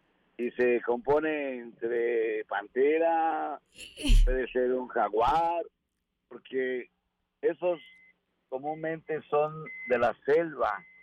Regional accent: Chiapas, Mexico; Son de hojas de plátano estilo Oaxaca. Yo soy de Chiapas.

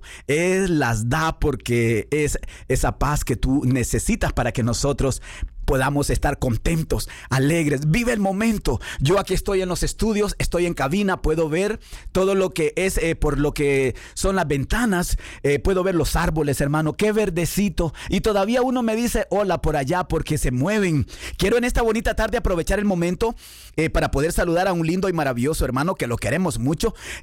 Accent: Honduras; Yo siempre que me acuerdo de Honduras, ¿saben qué es lo que yo me acuerdo, hermanos? Porque soy catracho. Soy catracho y dicen que no hay pueblo más macho que el pueblo catracho.

